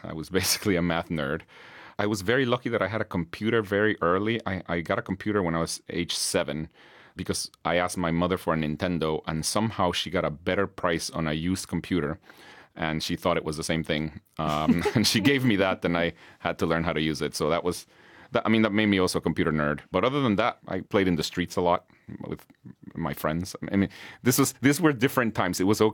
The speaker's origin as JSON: {"language": "English", "country": "Guatemala", "also_born_or_lived": "United States", "second_language": "English", "moved": "as an adult", "lives_now": "United Kingdom", "said": "And my country in Guatemala"}